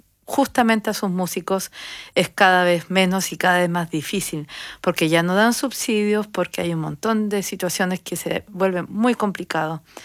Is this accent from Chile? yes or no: yes; Chile; now in Brussels, Belgium; tan chilenos no somos, somos América Latina, somos latinoamericanos, muchachos.